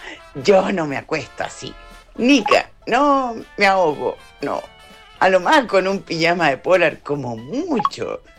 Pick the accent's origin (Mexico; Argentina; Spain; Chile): Chile; Yo soy chilena de toda la vida, apenas he salido de mi país, ¿ya? Y no sé, me encuentran voz de extranjera, de española, de cualquier cosa.